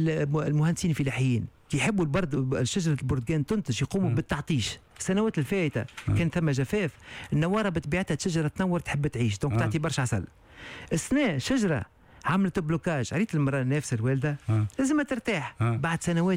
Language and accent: Arabic; Tunisia; انا كعسل تونسي كمربي تونسي